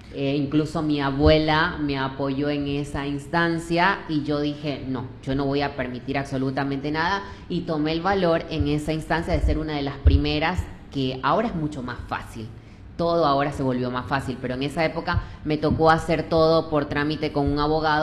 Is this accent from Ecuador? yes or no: yes; Manta, Manabí, Ecuador; Soy de Manabí, de Manta.